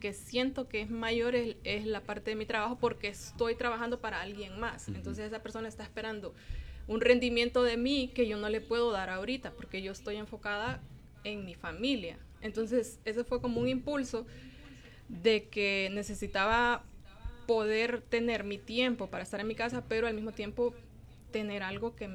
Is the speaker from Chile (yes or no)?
no; Colón, Honduras; moved away as an adult; now in Tegucigalpa, Honduras; Colón. Y ya de Colón yo me vine a Tegucigalpa a estudiar la universidad. Entonces yo ahora digo, soy más de Tegus porque yo me vine en el 2006 a estudiar.